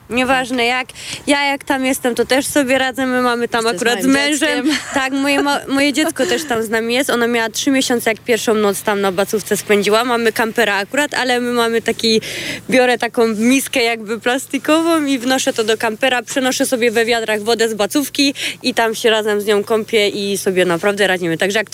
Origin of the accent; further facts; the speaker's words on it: Greater Poland Voivodeship, Poland; moved away as an adult; now in Podhale, Poland; Ja też pochodzę z Wielkopolski